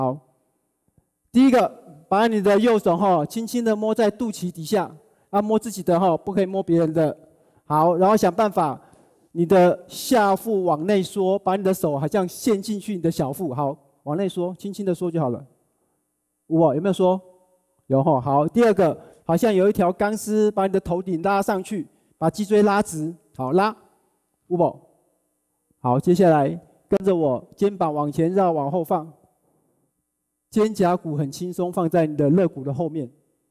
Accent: Hualien, Hualien County, Taiwan; 我自己是一个花莲人啊，从小在花莲长大。

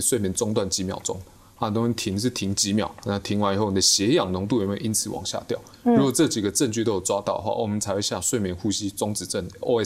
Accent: Taiwan; 那统计数据学上，我们台湾人吃药偏多，西药其实都蛮多的。

